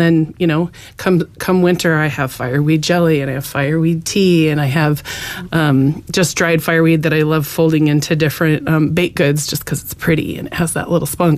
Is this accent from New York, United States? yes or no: no; Idaho, United States; corn from Idaho, because this time of year, corn is amazing, and I can't get that here in the way that I grew up in Idaho.